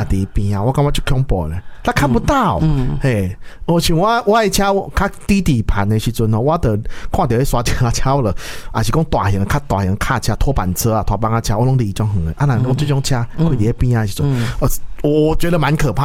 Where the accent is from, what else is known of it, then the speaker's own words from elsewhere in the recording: Taiwan; 我们台湾人